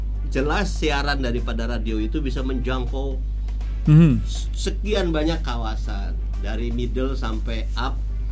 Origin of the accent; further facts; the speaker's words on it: Indramayu, West Java, Indonesia; asli Montermayu